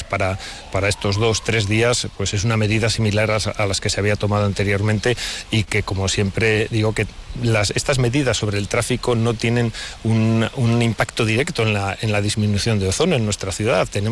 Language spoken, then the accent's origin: Spanish; Valladolid, Castile and León, Spain; para nosotros como vallisoletanos